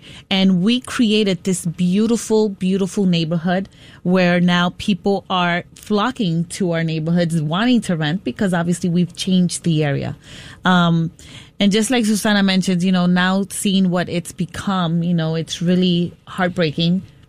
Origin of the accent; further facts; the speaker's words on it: New York City, New York, United States; I was born and raised on Dyckman, so that's my neighborhood.